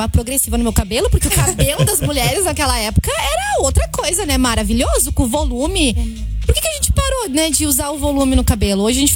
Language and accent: Portuguese; Rio Grande do Sul, Brazil; moved away; Lá na minha terra, Rio Grande do Sul.